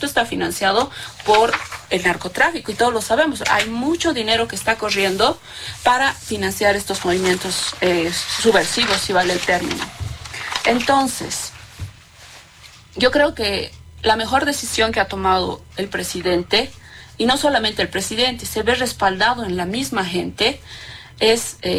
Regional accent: El Alto, La Paz, Bolivia; Yo quiero hacer una comparación porque yo lo he vivido en primera persona, yo soy del Alto, con esta situación que ha pasado en 2003

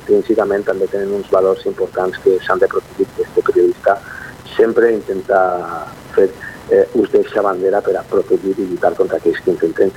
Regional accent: Oliva, Valencian Community, Spain; a la gent del meu poble a disfrutar que ja comencen les festes del Ribollet, la nostra patrona.

